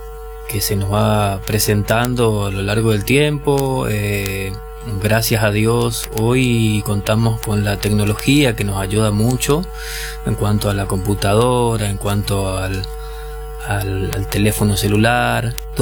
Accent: El Colorado, Formosa, Argentina; moved away; Yo soy del Colorado Formosa.

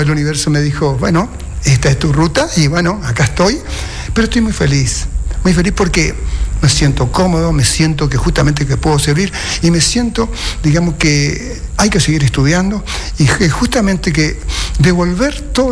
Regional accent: Barranqueras, Chaco, Argentina; un hombre nacido y criado en Barranquera. Así que estudié en la escuela Paula Barracín de Sarmiento, mi primaria, mi secundaria, mi querida J.H. José Hernández, que este año estoy cumpliendo 50 años en mi promoción.

